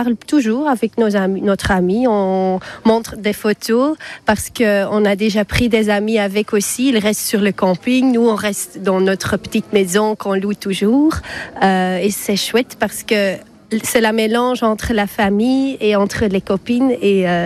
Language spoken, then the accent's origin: French; Belgium; French is a second language; Oui, mais en Belgique, la nature, ça change beaucoup. J'habite dans un centre-ville à Louvain, donc c'est pas loin de Bruxelles.